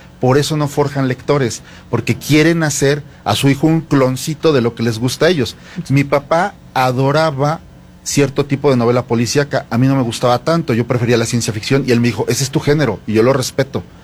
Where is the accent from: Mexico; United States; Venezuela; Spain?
Mexico; Y somos los únicos mexicanos que han sido invitados a ese festival